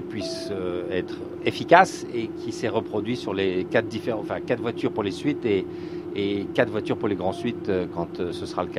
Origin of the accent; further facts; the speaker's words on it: Liège, Wallonia, Belgium; moved away; je suis liégeois